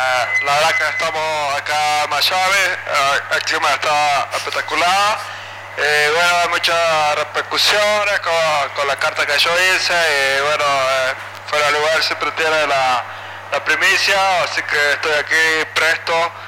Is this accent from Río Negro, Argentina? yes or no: no; Rosario, Santa Fe, Argentina; No, yo soy de Rosario, de Ñuls.